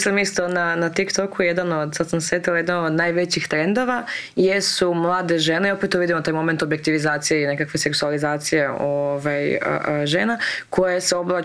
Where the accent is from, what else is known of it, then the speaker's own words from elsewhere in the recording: Vukovar, Vukovar-Syrmia County, Croatia; ja odrasla sam u Vukovaru. Odrasla sam u Vukovaru uz grafite Ubi Srbina i to mi je bilo kao nešto standardno.